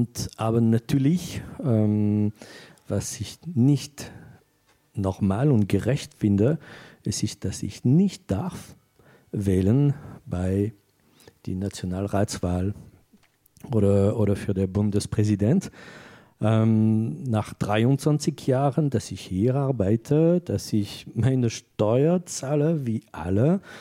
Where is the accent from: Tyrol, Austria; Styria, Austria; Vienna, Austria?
Styria, Austria; Graz; Nicht als EU-Bürger, als Grazer.